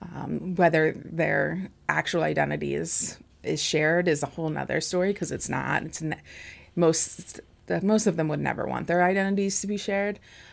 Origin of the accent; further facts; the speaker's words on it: New York, United States; also born or lived in Indiana; now in Geneseo, United States; I'm originally from New York.